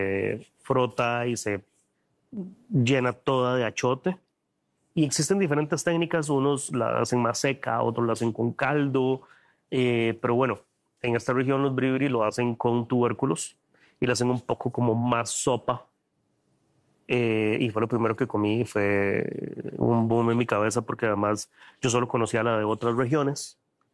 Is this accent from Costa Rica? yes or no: yes; Costa Rica; ni como cocinero ni como costarricense